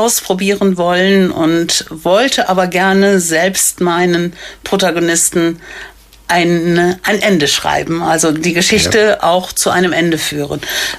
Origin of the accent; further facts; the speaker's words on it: Erpel-Unkel, Rhineland-Palatinate, Germany; Und es ist auch wieder in Planung, in Erpel-Unkel, also meiner Heimat, zu lesen.